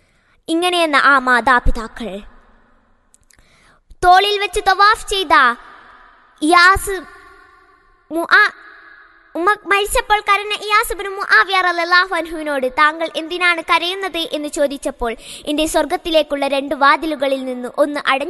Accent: Iritty, Kerala, India

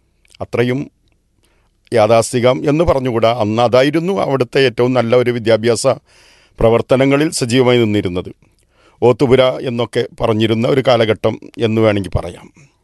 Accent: Maranchery, Kerala, India; 64 പൂർത്തിയായി കഴിഞ്ഞു. 1962 ജനനം. അന്നൊരു മാറഞ്ചേരിയിലെ താമലശ്ശേരി എന്ന് പറയുന്ന ഒരു ഏരിയ, ഒരു കുഗ്രാമം എന്ന് പറയാം, അവിടെയാണ് എൻ്റെ ജനനം.

